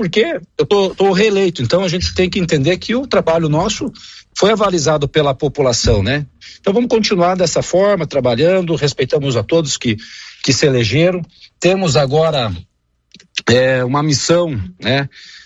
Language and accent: Portuguese; Pato Branco, Paraná, Brazil; born there; Sou deputado do Paraná e principalmente do Sudoeste Paraná. E eu sou nascido em Pato Branco, né? Eu nasci na Policlínica de Pato Branco, então eu tenho um carinho especial por essa cidade